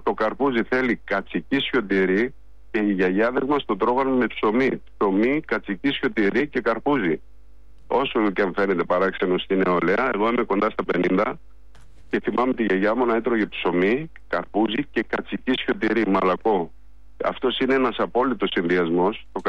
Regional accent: Nea Agioneri, Central Macedonia, Greece; Η γιορτή αυτή γίνεται στο χωριό μου, το νέο Αγιονέρι Κυλικής, που βρίσκεται 30 χιλιόμετρα δυτικά της Θεσσαλονίκης. Είμαστε Καπαδόκες και είμαστε εδώ και 100 χρόνια φυτεύουμε καρπούζια.

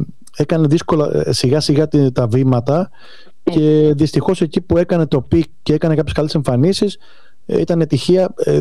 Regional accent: Patras, Western Greece, Greece; επειδή είμαστε και από την Πάτρα

